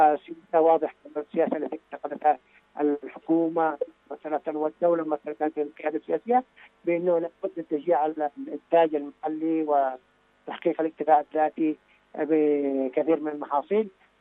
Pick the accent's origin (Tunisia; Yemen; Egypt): Yemen; Dhamar; عندنا في دمار هنا في محافظة دمار